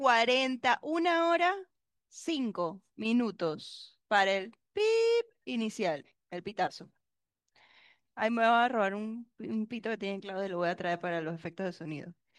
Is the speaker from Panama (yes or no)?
yes; Panama; Y creo que esto nos pone en la palestra como panameños